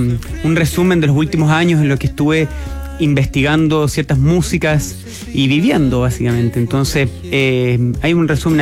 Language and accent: Spanish; Santiago, Santiago Metropolitan Region, Chile; moved away as an adult; now in Maitencillo, Chile; Yo soy de Santiago y en pandemia fui a vivir allá.